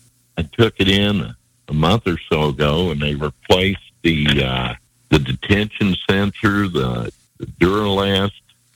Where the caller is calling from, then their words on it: Black Hawk, South Dakota, United States; I'm calling you from Black Hawk, South Dakota.